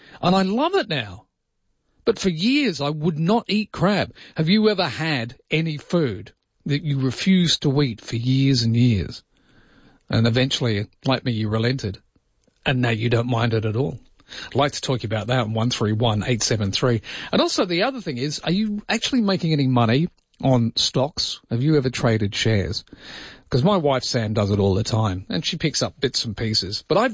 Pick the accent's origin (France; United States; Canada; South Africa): South Africa; When I was in growing super up in, league, when I grew up in South Africa